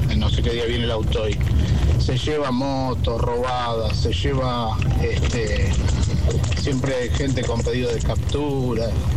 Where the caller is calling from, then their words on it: Río Tala, Buenos Aires Province, Argentina; Yo que soy de Río Tala, ¿no? … del taxi.